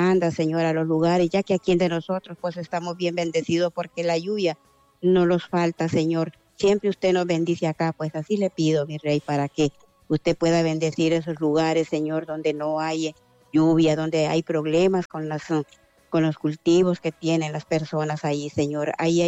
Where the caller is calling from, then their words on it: Río Lindo, Cortés, Honduras; de aquí de Río Lindo Cortés.